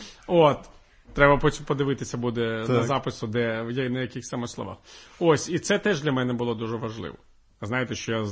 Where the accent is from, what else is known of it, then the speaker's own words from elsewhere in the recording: Kyiv, Ukraine; моя бабуся з боку батька вже була першою генерацією людей, мої корінні кияни, яка говорила російською мовою, її батьки ще розмовляли, прадід мій, прабабка, розмовляли ще на їдиш.